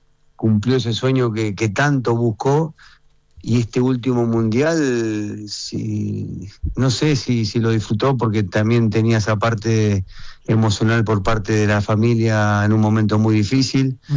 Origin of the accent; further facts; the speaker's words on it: Argentina; para nosotros que amamos el fútbol y para nosotros que somos argentinos